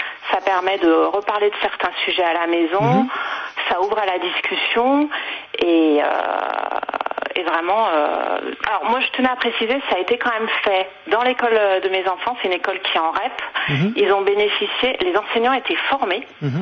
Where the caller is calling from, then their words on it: Givors, Auvergne-Rhône-Alpes, France; De Givors, dans le Rhône.